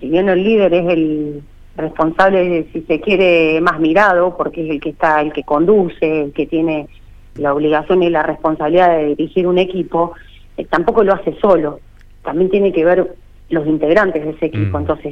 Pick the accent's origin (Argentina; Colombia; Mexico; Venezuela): Argentina